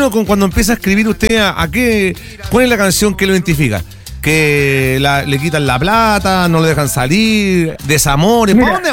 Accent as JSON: {"language": "Spanish", "town": "Quintero", "region": "Valparaíso", "country": "Chile", "said": "Yo soy de Quintero. No sé si ubica Quintero."}